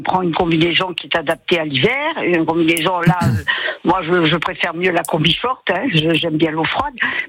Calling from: Ciboure, Nouvelle-Aquitaine, France; Je vous appelle de Cibourg.

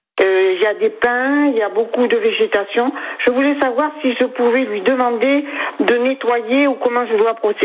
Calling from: Audenge, Nouvelle-Aquitaine, France; j'habite à Audange.

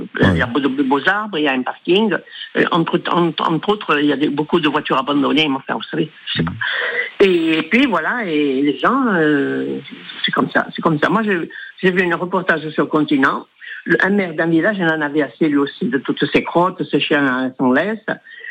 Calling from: Bastia, Corsica, France; j'habite à l'Annonciade

